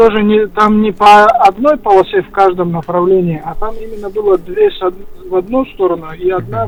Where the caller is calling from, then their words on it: Kaspiysk, Dagestan, Russia; я сам из Каспийска.